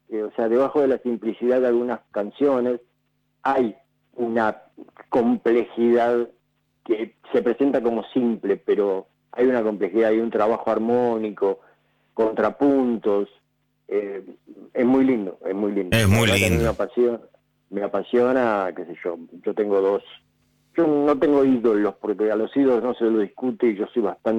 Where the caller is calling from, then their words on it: González Catán, Buenos Aires Province, Argentina; De González Catán.